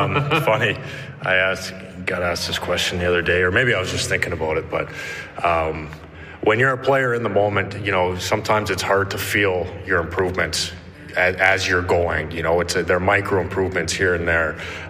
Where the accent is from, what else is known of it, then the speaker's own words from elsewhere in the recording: Calgary, Alberta, Canada; I also love winter. I know that sounds odd, but I grew up in Calgary. Hockey's played in the snow.